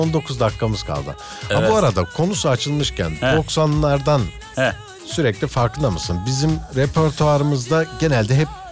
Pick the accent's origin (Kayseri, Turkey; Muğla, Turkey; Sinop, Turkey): Kayseri, Turkey; moved away; Bursa'dan Uşak'a geçtik, Uşak'tan ise Antalya'ya. Sonrasında ana yurdum memleketimiz Kayseri.